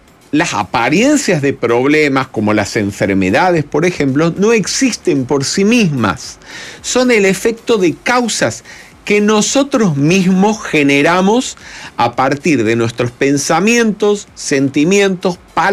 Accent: Córdoba, Argentina; moved away as an adult; also born or lived in Rome; now in Buenos Aires, Argentina; mi ciudad natal. Yo soy nacido en Argentina, pero en la ciudad de Córdoba. Aunque hoy en día estoy residenciado un poco entre Buenos Aires y Roma, en Italia.

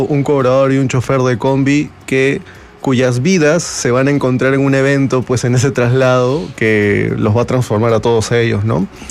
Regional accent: Lima, Peru; esa experiencia personal de haber vivido toda mi vida en Lima Norte

